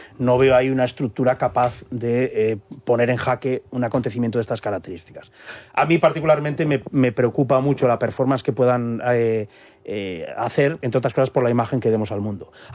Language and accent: Spanish; Barcelona, Catalonia, Spain; pues pueda dar una imagen distinta y es mi tierra